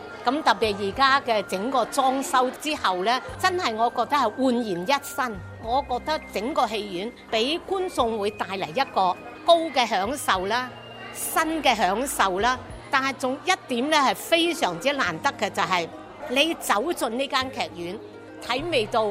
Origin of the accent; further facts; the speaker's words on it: Guangzhou, Guangdong, China; 亦都係我哋廣州人，我哋廣東人。